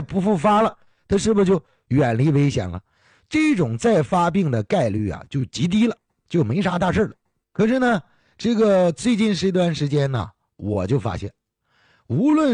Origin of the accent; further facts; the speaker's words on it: Heilongjiang, China; 你看咱是黑龙江人